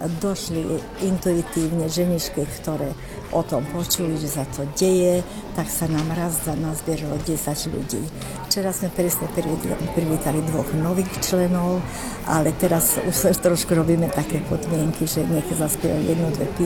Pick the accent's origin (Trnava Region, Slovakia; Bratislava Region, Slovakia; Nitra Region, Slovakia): Nitra Region, Slovakia; Šaľa; som zo Šale, som vedúca tohto spevokolu … bývalá učiteľka na klavír.